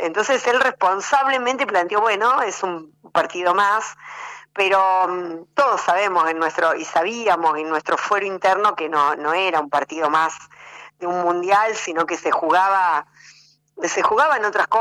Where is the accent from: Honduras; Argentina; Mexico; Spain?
Argentina